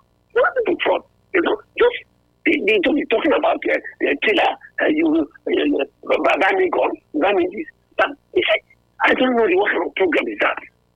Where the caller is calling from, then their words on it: Asaba, Delta, Nigeria; I'm calling from Asaba. Second Beach.